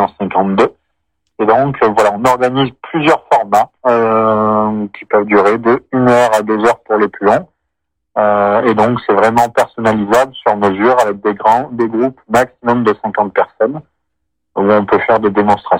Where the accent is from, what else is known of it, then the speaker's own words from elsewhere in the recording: Saint-Aulaye, Nouvelle-Aquitaine, France; moi je suis natif de Saint-Aulay